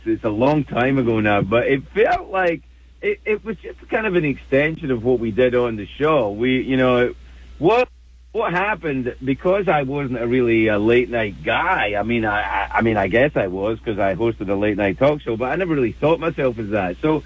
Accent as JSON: {"language": "English", "region": "Scotland", "country": "United Kingdom", "tie": "born or raised there", "moved": "as an adult", "lives_now": "United States", "said": "I grew up in another country, so I grew up in Scotland"}